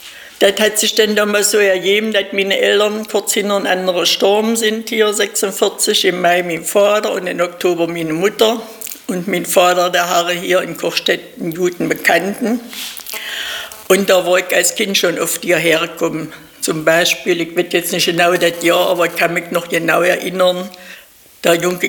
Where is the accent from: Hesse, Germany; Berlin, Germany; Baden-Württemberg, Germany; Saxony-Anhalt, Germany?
Saxony-Anhalt, Germany; Seehausen; Ich stamme hier aus Seehausen, Kreis Wensleben. Naja, dann bin ich dann also hier in Kochstedt gelandet. Aber ich bin eine Bauernfamilie